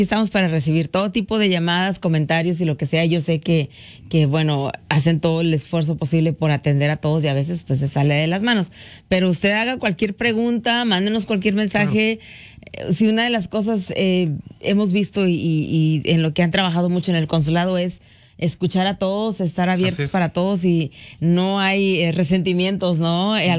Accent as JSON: {"language": "Spanish", "country": "Mexico", "moved": "yes", "lives_now": "United States", "said": "Somos mexicanos"}